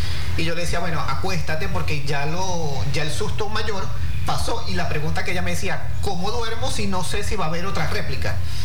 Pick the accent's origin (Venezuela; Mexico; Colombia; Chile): Venezuela; como venezolanos, ¿cómo voy a estar festejando por más kilómetros que tengamos de distancia?